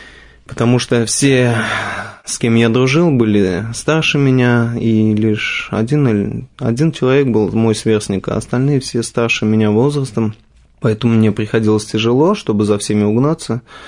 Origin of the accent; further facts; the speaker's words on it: Kazan, Tatarstan, Russia; я рос, вырос, родился в Казани, в простой татарской семье. У меня родители татары и бабушка татарка пыталась меня учить в мусульманскую веру, наставлять